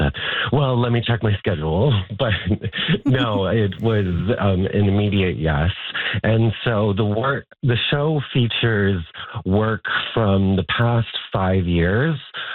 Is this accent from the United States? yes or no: no; Hay River, Northwest Territories, Canada; now in Vancouver, Canada; growing up in the North. I'm originally from Hay River